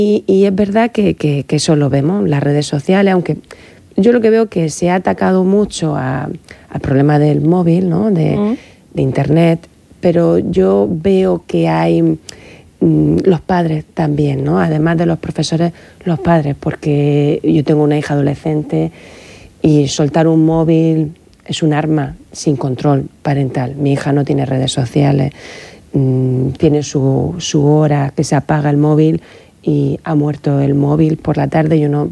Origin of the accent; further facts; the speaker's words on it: Cartagena, Region of Murcia, Spain; Y dos que somos de Cartagena.